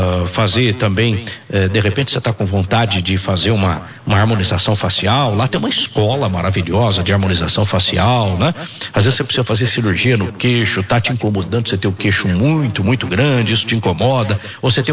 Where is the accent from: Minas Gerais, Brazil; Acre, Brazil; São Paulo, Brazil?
Minas Gerais, Brazil; São Sebastião do Paraíso; Eu sou de São Sebastião do Paraíso, aí anda um pouquinho do lado esquerdo, chega à cidade de Pratápolis